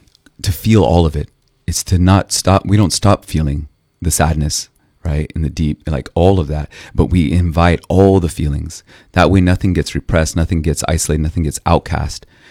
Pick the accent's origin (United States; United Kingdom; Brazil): Brazil; São José dos Campos, São Paulo; born there; English is a second language; Yeah, São José dos Campos in São Paulo, Brazil. Yeah, my father's from Mexico, and my mother's Brazilian, Mineira. And so I grew up kind of between worlds, if you could say.